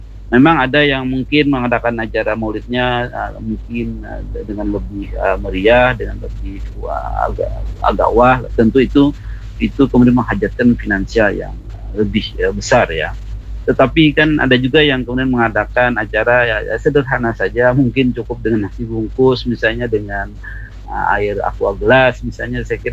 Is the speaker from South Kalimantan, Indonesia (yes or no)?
yes; Banjarmasin, South Kalimantan, Indonesia; kita orang Banjarmasin